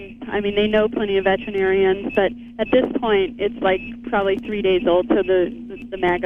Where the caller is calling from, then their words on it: Montana, United States; I'm calling from Montana